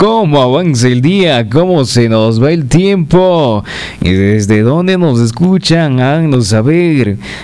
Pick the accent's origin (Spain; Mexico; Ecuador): Ecuador